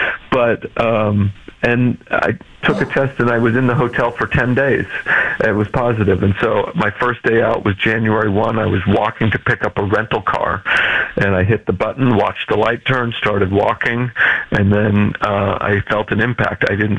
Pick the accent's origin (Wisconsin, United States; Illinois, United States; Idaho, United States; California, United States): Idaho, United States; now in New York City, United States; I'm from Idaho. This happened to me in Los Angeles. I live in New York City